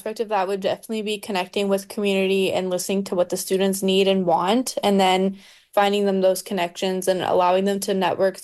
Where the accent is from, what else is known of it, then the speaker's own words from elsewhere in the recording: Manitoba, Canada; now in Calgary, Canada; I'm from Kisi Kwinin First Nation, Treaty 2 Territory, back in Manitoba.